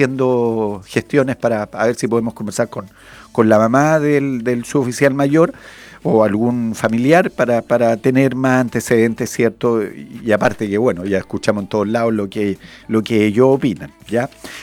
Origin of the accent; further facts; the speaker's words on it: Chile; no podemos como chilenos permitir cosas tan, tan burdas